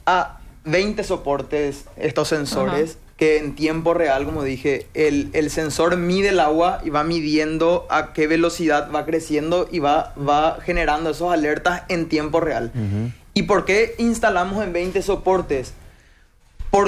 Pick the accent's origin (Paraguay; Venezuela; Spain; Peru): Paraguay; como paraguayos tratamos de cuidarnos un poco entre todos.